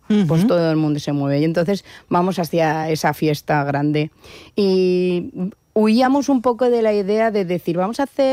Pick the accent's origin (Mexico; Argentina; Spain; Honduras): Spain; Valencia, Valencian Community; Y aunque yo soy de Valencia, yo me siento de pueblo, porque es como me han criado, con esos valores.